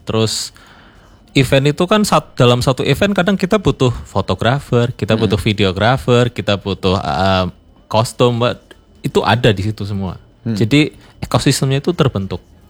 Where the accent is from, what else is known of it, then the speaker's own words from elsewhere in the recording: Brebes, Central Java, Indonesia; moved away; Enggak, saya aslinya dari Brebes.